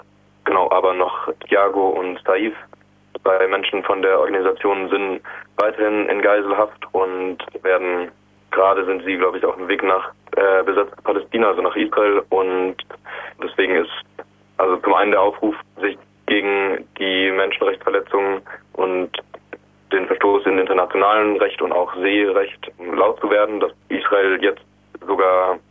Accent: Hesse, Germany; ich bin 19 Jahre alt und aus dem Süden von Deutschland, also in der Nähe von Frankfurt. Ich befinde mich gerade in Griechenland

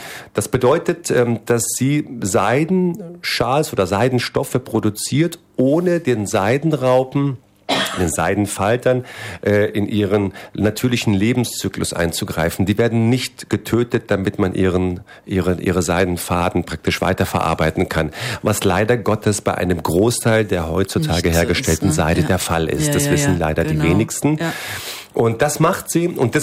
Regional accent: Turkey; Da gab es eben dieses Erdbeben in der Türkei, im Süden der Türkei. An meiner Heimat, Geburtsort ist das alles passiert.

